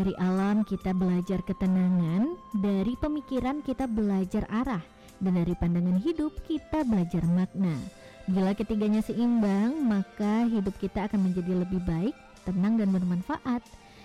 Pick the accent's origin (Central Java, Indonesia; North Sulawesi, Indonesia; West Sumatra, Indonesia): West Sumatra, Indonesia; sebagai orang Minang kita tentunya juga harus bangga dengan kebudayaan kita, karena kebudayaan Minangkabau tentunya membuat kita belajar dari segala sisi